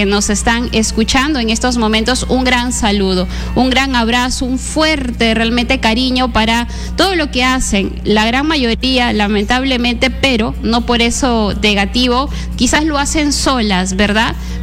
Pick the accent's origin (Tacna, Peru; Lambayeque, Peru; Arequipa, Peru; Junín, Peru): Lambayeque, Peru; mamitas lambayecanas, mamitas chiclayanas de Ferreñafe, de Lambayeque, de Chiclayo, de los 38 distritos que conforman nuestra región Lambayeque